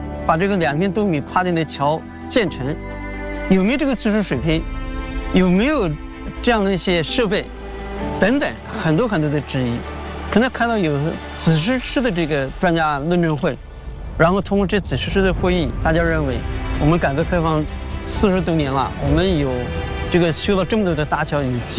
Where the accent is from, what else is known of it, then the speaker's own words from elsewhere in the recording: Taizhou, Zhejiang, China; 我是台州人。我们小的时候要从江北到江南，那就是7度，我们要等几个小时。